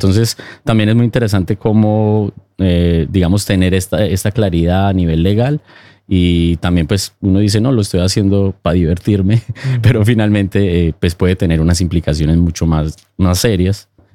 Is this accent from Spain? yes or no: no; Colombia; moved away